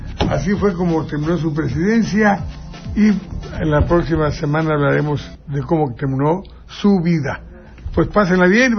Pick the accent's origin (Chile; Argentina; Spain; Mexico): Mexico; así somos los mexicanos.